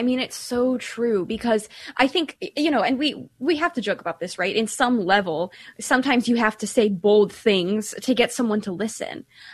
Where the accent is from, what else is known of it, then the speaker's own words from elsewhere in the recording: Ireland; And if I'm reading that right, Oscar, I feel you. I am Irish. I've got the gift of gabbing.